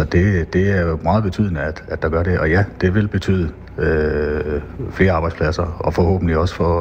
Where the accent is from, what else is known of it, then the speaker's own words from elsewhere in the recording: Region of Southern Denmark, Denmark; selv som vestjyde